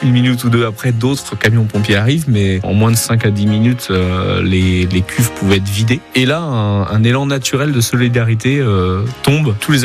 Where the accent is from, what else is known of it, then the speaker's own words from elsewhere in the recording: Auvers-le-Hamon, Pays de la Loire, France; J'ai grandi à Auvers-le-Hamon, donc à côté de Sablé-sur-Sarthe, bercé par la famille.